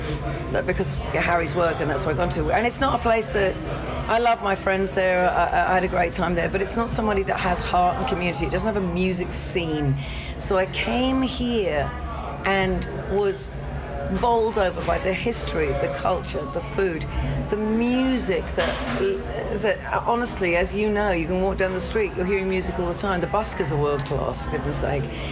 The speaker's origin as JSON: {"language": "English", "region": "Wales", "country": "United Kingdom", "said": "that's the Irish way of saying it, although I'm Welsh, don't we live here?"}